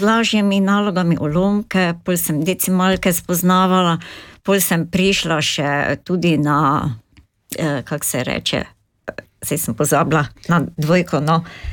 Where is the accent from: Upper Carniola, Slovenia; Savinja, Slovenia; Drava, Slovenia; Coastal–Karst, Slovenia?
Drava, Slovenia; Slovenska Bistrica; prihajam iz Slovenske Bistrice, sem tudi mama 6 otrok in babica 7 vnukov.